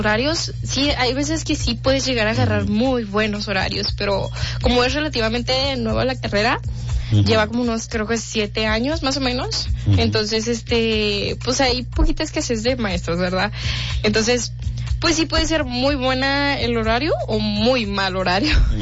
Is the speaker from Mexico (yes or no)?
yes; Mexico